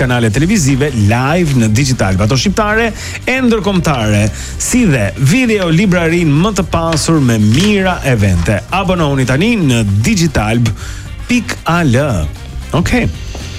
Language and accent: Albanian; Tepelenë, Gjirokastër County, Albania; Po unë jam nga Tepelena, po ditën e shtunë ha kecin.